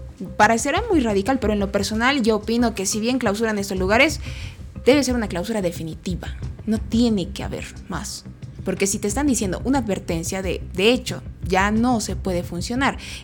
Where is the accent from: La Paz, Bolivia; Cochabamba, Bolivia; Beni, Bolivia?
La Paz, Bolivia; estamos en el mes de los paceños. ¿Qué nos caracteriza a los paceños?